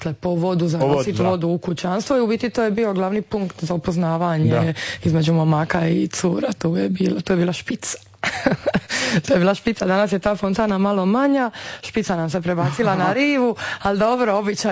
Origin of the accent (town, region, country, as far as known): Split, Split-Dalmatia County, Croatia